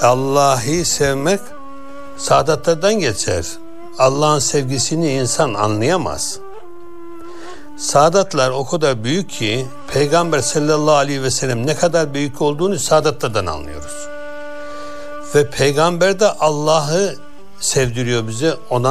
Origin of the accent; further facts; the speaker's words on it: Of, Trabzon, Turkey; also born or lived in Ankara; now in Mersin, Turkey; 1942 doğumluyum. Ben aslında Karadenizliyim. Trabzon Of kazasından. Ama yıllarımızı Ankara'ya verdik ve Mersin'e. 45 sene Mersin'deyiz. Mersin'e yerleştim.